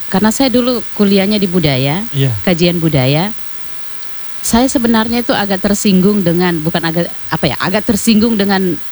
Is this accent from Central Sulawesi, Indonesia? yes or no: no; Southeast Sulawesi, Indonesia; identitas kita sebagai orang Muna, entah orang Buton